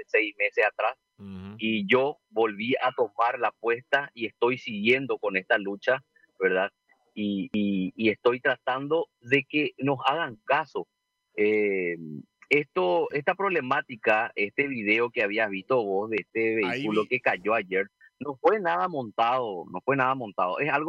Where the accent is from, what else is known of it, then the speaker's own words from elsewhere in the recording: Paraguay; No sé si somos invisibles, no sé si nosotros no somos ciudadanos del Paraguay.